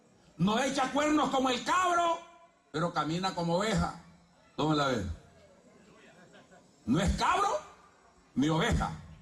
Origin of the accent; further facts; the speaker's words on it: El Salvador; also born or lived in Honduras; Yo tengo las dos naturalezas, pero no soy piligüey. Soy catracho por nacimiento, nada más sigo hecho luteca, no está mi ombligo allá, la tripa fue la que quedé del ombligo hablando aquí. Pero soy salvadoreño por crecimiento.